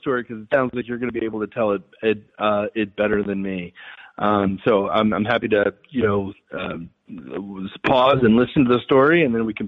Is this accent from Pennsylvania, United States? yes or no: yes; Pennsylvania, United States; I'm again going to draw on Pennsylvania, which is my home state.